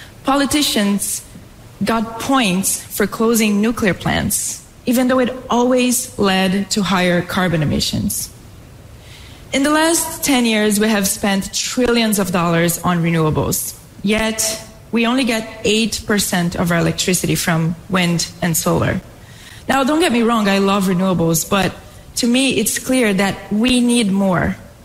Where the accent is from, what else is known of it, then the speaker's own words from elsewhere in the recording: Brazil; My wake-up call came after seeing the fires ravage the world in California, in Australia, and in my home country of Brazil.